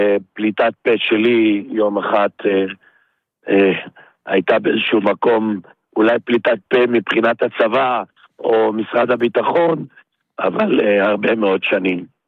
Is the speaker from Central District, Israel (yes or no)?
no; Northern District, Israel; אני מהגליל המזרחי